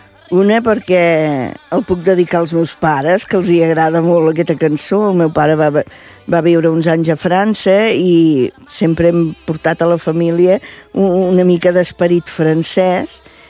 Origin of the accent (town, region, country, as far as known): Reus, Catalonia, Spain